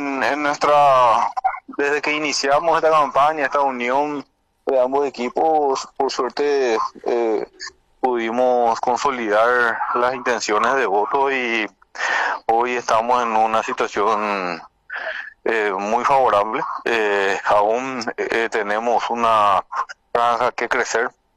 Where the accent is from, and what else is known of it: Carapeguá, Paraguarí, Paraguay